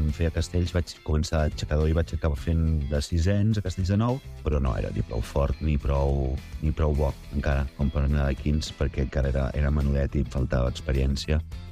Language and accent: Catalan; Gelida, Catalonia, Spain; els Vailets de Gelida, que és la colla del meu poble